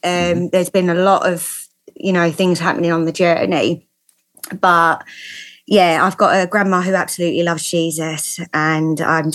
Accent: London, United Kingdom; accent: London; I'm a Southeast Londoner.

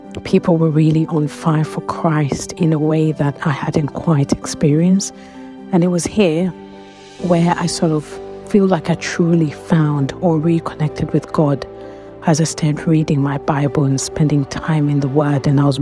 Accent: London, United Kingdom; moved away as an adult; I am from London.

